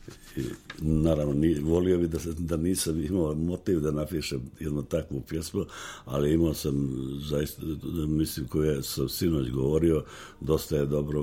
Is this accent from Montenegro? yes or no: yes; Berane, Berane Municipality, Montenegro; also born or lived in Vrbica / Petnica; život u Beranama, u mom rodnom kraju Vrbici, Petnici i u Crnoj Gori prije svega